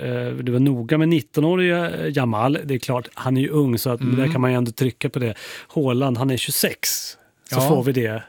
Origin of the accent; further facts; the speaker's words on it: Gävleborg County, Sweden; Vi ber om ursäkt till alla som är i Dalarna. Vi är från Gävleborg, så att vi har inte stenkoll.